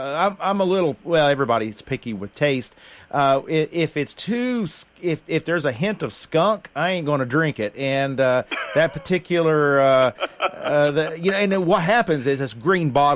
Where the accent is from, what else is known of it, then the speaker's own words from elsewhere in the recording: Middlesboro, Kentucky, United States; my hometown is the Magic City, Middlesbrough, Kentucky.